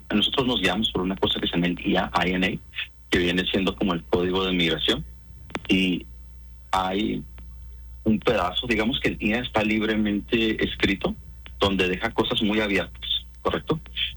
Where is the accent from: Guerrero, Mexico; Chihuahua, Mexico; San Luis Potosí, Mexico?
Chihuahua, Mexico; Ciudad Juárez; yo soy de Juárez